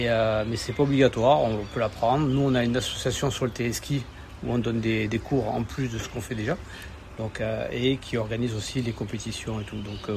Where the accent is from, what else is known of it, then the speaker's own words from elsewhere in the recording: Perpignan, Occitanie, France; moved away as an adult; now in Bram, France; Je suis de Perpignan